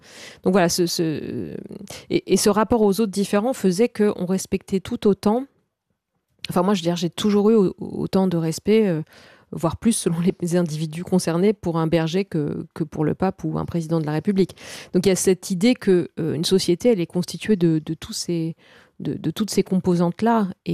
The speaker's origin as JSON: {"language": "French", "town": "Bastia", "region": "Corsica", "country": "France", "tie": "born or raised there", "also_born_or_lived": "Castagniccia", "said": "Donc moi, je suis née à Bastia et j'ai passé pas mal de temps aussi en Castanitch, donc c'est en moyenne montagne"}